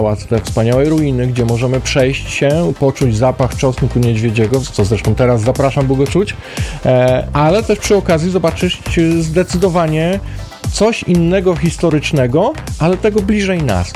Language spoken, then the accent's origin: Polish; Zielona Góra, Lubusz Voivodeship, Poland; ja zawsze mówię, że jestem z Zielonej Góry